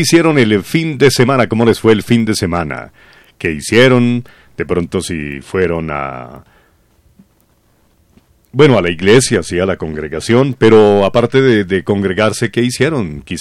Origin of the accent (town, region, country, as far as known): Colombia